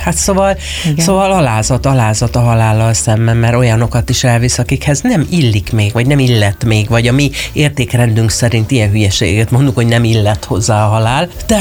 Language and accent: Hungarian; Hajdúnánás, Hajdú-Bihar, Hungary; moved away as an adult; abban a hajdúbihari városban, a Hajdúnánáson, ahol éltem